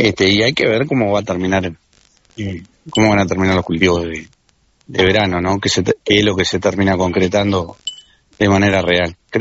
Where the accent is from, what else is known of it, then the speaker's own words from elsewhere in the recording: Uruguay; lo que podemos hacer como uruguayo